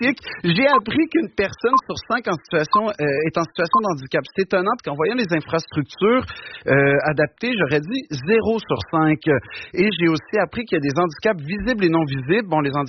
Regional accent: Quebec, Canada; accent: Quebec; Mais je ne savais pas que l'accent québécois me qualifiait tant que ça pour les Paralympiques.

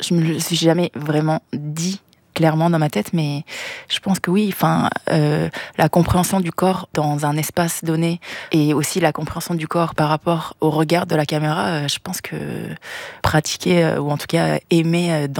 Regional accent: Seoul, South Korea; Oui, à Séoul, oui. Tout à fait, parce que je suis née à Séoul, donc en Corée du Sud.

